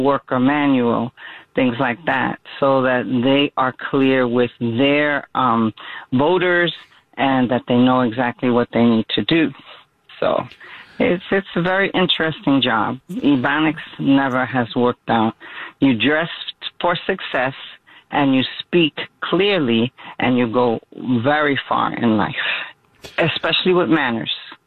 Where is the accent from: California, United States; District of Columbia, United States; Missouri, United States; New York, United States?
New York, United States; New York City; now in Brooklyn, United States; Brooklyn, but born and raised in the Bronx. Wherever the Jewish population was, my father moved us.